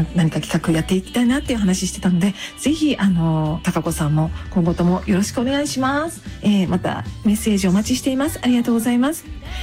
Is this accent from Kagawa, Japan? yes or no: yes; Takamatsu, Kagawa, Japan; 私も香川県高松市出身なので